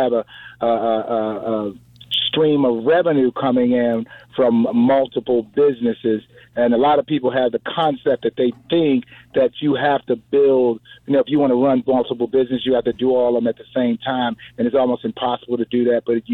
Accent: Baltimore, Maryland, United States; moved away as an adult; now in Washington, D.C. area, United States; I grew up in Cherry Hill in Baltimore, Maryland. I went in Navy, played ball for the Navy, made all Navy. I got stationed in D.C., and I stayed in the D.C. area.

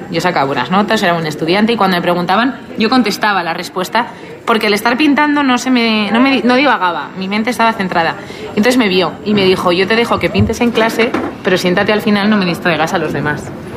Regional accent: Ávila, Castile and León, Spain; moved away; cuando todos los aulenses volvemos nos queremos más.

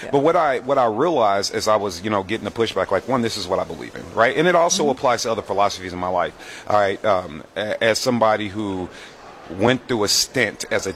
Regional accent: St. Louis, Missouri, United States; now in Atlanta, United States; I'm from St. Louis, Missouri. I live in Atlanta, Georgia now. I don't claim Georgia. I love you, Georgia, but I'm a Midwest boy born and raised.

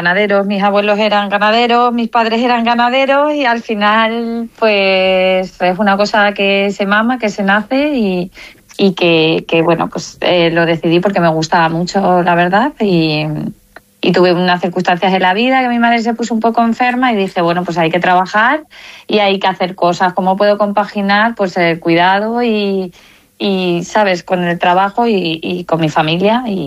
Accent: Mombeltrán, Castile and León, Spain; Soy del Barranco de las Cinco Villas, soy de Montbeltrán y tengo mi explotación en Santa Cruz del Valle.

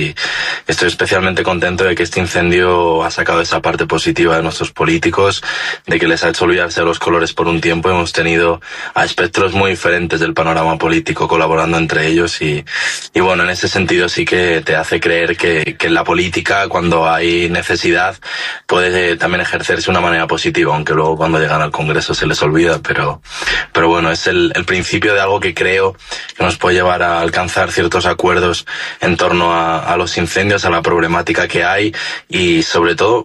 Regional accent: Navalacruz, Castile and León, Spain; Yo soy de un pueblo muy cercano donde empezó el incendio, el fuego empezó en Burgondo y yo soy de Navalacruz, que está apenas a 10 minutos en coche.

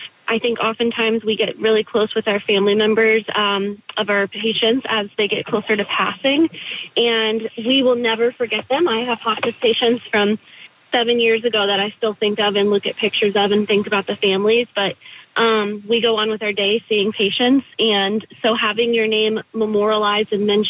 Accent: Missouri, United States; I'm from Missouri.

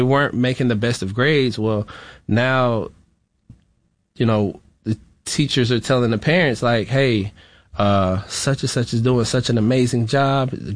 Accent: Florida, United States; I was raised in Florida, so I can relate to the families

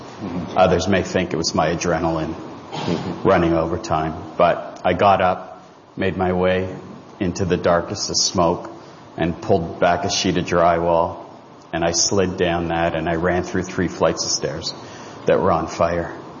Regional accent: Canada; moved away; I'm a Canadian

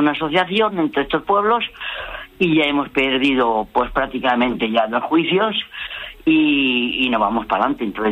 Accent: Villares de Órbigo, Castile and León, Spain; born there; yo llevo aquí 22 años jubilado, nací aquí en Villares de Órbigo

